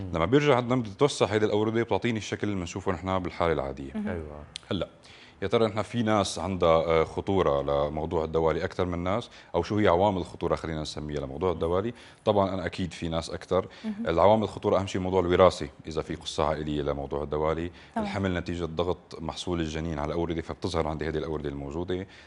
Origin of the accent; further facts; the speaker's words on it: Syria; ونحن عنا سوريين